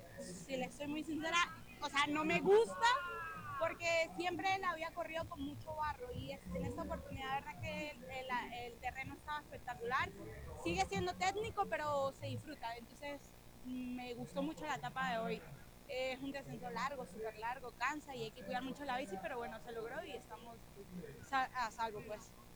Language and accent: Spanish; San Cristóbal, Táchira, Venezuela; yo soy de San Cristóbal y allá siempre se sube.